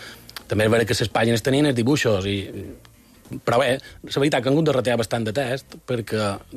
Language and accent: Catalan; Campanet, Balearic Islands, Spain; Sí, perquè jo som de Campanet.